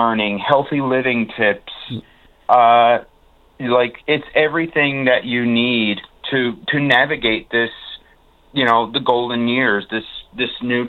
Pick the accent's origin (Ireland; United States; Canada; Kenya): Canada; New Harbour, Newfoundland and Labrador; all of my memories growing up in New Harbor